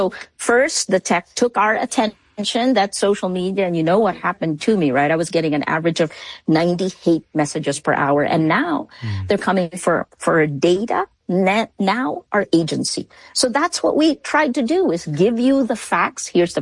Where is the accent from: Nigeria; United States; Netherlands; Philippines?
Philippines; Because I come from the Philippines.